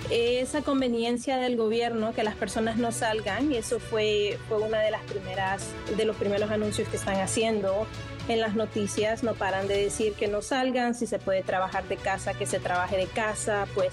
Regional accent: Honduras; also born or lived in La Ceiba, Honduras; now in Toronto, Canada; Bueno, yo nací en La Mosquitia. Me crié entre La Mosquitia y La Ceiba.

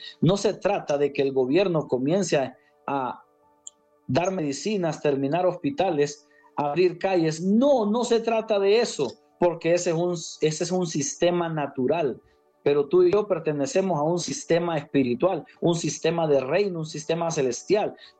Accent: Honduras

